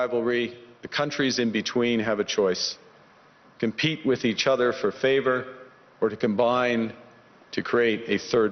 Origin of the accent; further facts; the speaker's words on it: Canada; Canada thrives because we are Canadian.